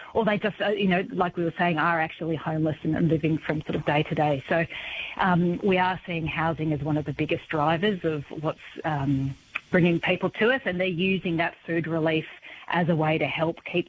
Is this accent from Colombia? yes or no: no; Wollongong, New South Wales, Australia; So, for instance, in my hometown of Wollongong